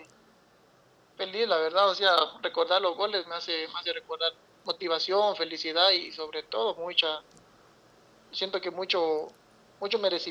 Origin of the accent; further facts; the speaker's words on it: Sanarate, El Progreso, Guatemala; Yo soy de la aldea San Miguel Conacaste, ahí en San Arate del Progreso